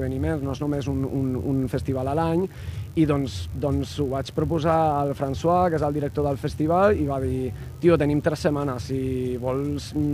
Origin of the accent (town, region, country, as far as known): Murcia, Region of Murcia, Spain; Catalan is a second language; now in Barcelona, Spain